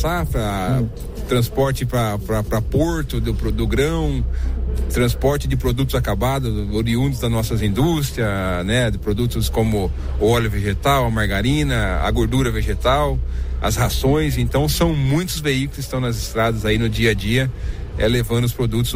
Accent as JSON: {"language": "Portuguese", "town": "Terra Boa", "region": "Paraná", "country": "Brazil", "tie": "born or raised there", "said": "Sou natural de Terra Boa, aqui no Paraná."}